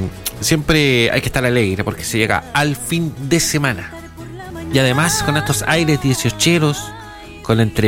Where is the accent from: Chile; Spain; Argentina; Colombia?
Chile; ¿Qué va a ser si somos chilenos, no?